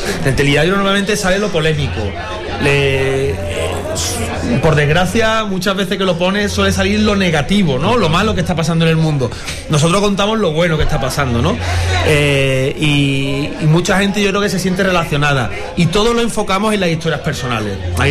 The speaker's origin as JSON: {"language": "Spanish", "town": "Seville", "region": "Andalusia", "country": "Spain", "said": "Yo soy de Sevilla, he venido desde pequeño."}